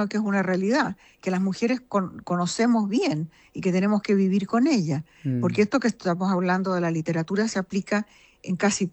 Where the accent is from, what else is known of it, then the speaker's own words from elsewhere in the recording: Chile; moved away; He vivido la mayor parte de mi vida, casi toda mi vida afuera, muy poco tiempo en Chile. Pero me siento chilena y amo Chile